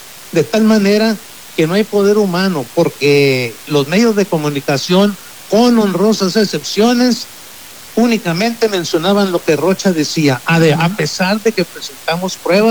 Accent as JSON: {"language": "Spanish", "town": "Mazatlán", "region": "Sinaloa", "country": "Mexico", "said": "ambos mazatecos"}